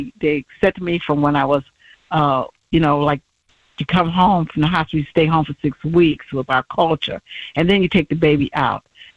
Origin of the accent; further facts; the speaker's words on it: Detroit, Michigan, United States; I'm from Detroit.